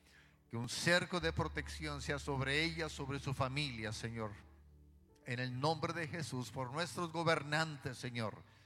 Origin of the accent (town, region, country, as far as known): Mexico